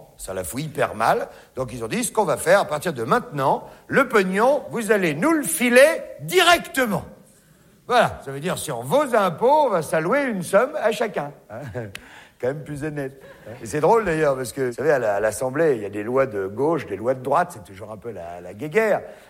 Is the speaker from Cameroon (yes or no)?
no; France; chez nous, en France